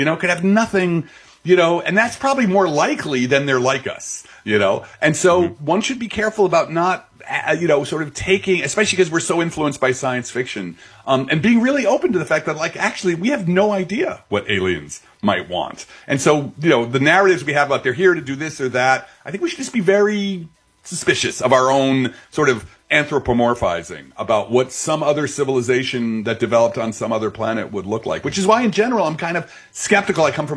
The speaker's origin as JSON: {"language": "English", "town": "Belleville", "region": "New Jersey", "country": "United States", "said": "I'm from Jersey. I'm from, like, the Newark area. I'm up from Belleville."}